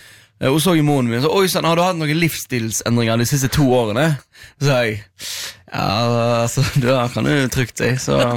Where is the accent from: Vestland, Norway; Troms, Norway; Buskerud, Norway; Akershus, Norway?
Vestland, Norway; Stord; now in Oslo, Norway; Jeg var hjemme på Stord.